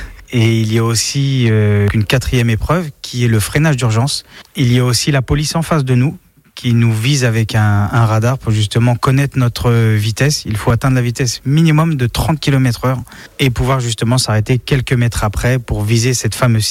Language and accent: French; Thiers, Auvergne-Rhône-Alpes, France; Alors je viens de Thiers